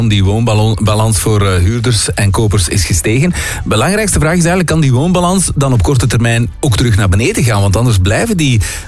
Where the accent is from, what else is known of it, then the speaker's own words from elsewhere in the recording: Flanders, Belgium; Ja, maar Bjorn, wij zijn Vlamingen, hè?